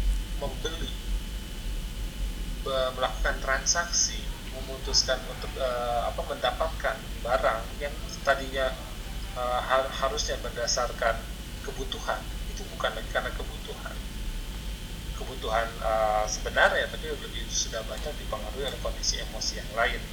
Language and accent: Indonesian; Bandung, West Java, Indonesia; kita sebagai warga Bandung ya